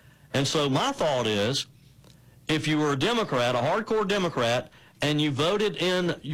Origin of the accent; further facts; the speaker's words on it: South Carolina, United States; Ed is in my home state of South Carolina.